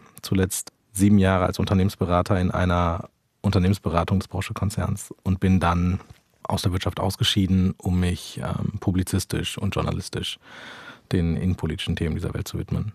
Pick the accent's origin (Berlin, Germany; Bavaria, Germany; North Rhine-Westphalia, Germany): North Rhine-Westphalia, Germany; Wuppertal; Das wichtigste, mit Abstand wichtigste Faktum ist, dass ich Wuppertaler bin, das ist im Bergischen Land, und nominell Rheinländer.